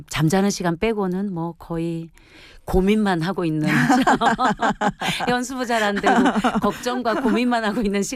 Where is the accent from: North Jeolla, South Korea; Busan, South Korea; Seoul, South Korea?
Busan, South Korea; born or raised there; also born or lived in Mungyeong, North Gyeongsang